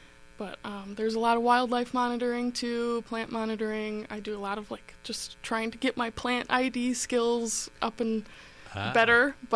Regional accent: Racine, Wisconsin, United States; So I grew up in Racine.

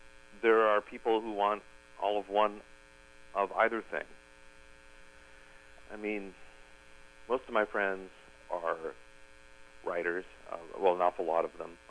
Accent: Minnesota, United States; I'm from Minnesota. I grew up listening to Prairie Home Companion, still listen to it from time to time.

